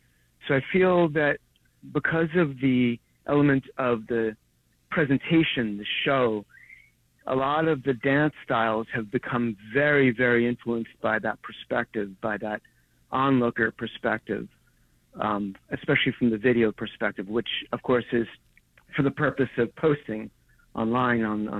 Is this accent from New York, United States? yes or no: yes; The Bronx, New York, United States; I grew up in the Bronx, and a lot of kids way back in the 70s, we were just dancing on the street.